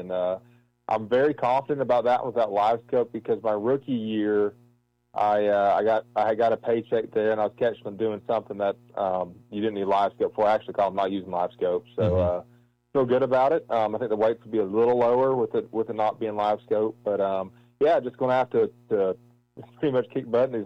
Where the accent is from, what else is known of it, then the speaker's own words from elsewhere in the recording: Hawaii, United States; Yeah, I kind of get back to my roots. I grew up on the Hawaii